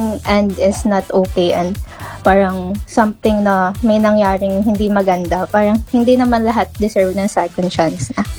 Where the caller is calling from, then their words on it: San Pablo, Calabarzon, Philippines; Taga San Pablo po.